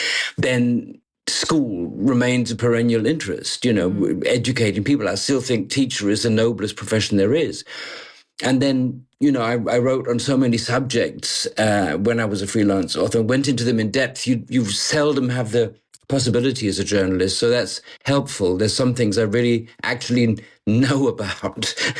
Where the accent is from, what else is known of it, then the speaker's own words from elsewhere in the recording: Malaysia; also born or lived in London; now in Berlin, Germany; I was born in London and grew up in the what was then the Federation of Malaya, became Malaysia later. Still, sort of both of them second homes. But my, you know, career-wise, have always been based in Germany.